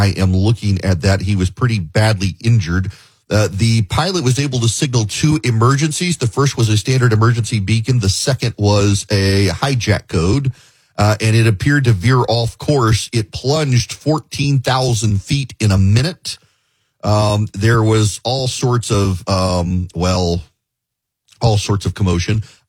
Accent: Dubai, United Arab Emirates; So I grew up in Dubai, because there's been more than once where I said, so I grew up in Dubai.

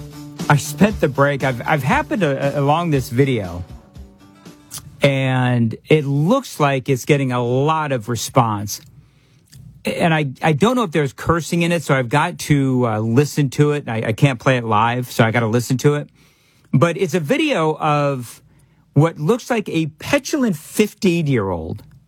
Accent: California, United States; I grew up in California. We'd talk about Ronald Reagan and, you know, Republicans

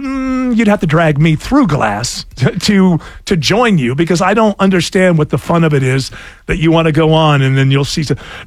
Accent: New York, United States; I'm from Western New York. It's like Lake Ontario and Lake Erie.

